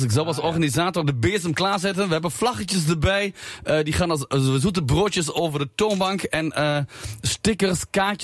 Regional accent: Germany; Dutch is a second language; now in Netherlands; als import-Nederlander, als Duitser

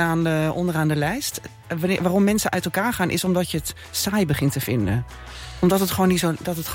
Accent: Raalte, Overijssel, Netherlands; En Raalt natuurlijk mijn geboortedorp en mijn hometown.

